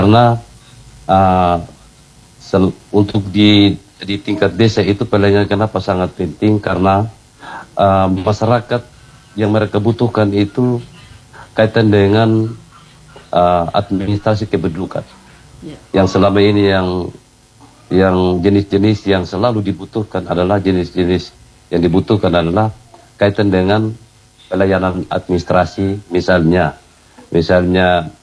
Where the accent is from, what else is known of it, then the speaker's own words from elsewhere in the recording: Kodi Belagar, East Nusa Tenggara, Indonesia; Kami dari Kodi Belagar ya.